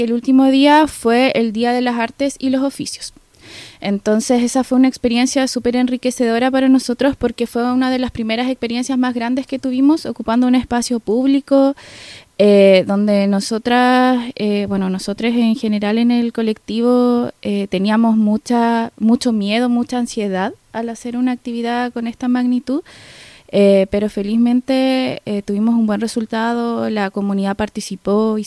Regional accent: Osorno, Los Lagos, Chile; Bueno, yo vengo de Osorno, del Chauracahuín, y les vengo a hablar sobre una experiencia que nosotros hicimos el año pasado

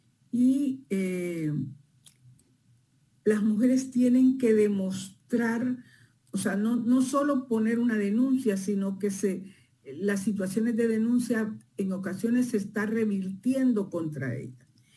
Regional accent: El Salvador; Yo creo que es importante que como sociedad salvadoreña, pues pongamos atención a eso

